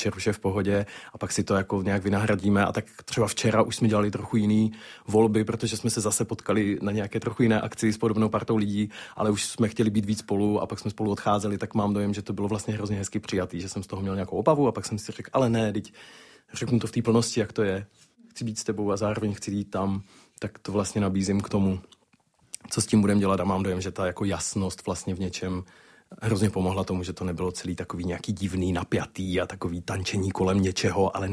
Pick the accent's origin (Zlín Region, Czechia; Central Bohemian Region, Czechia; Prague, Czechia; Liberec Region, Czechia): Zlín Region, Czechia; A já jsem kluk z Valašska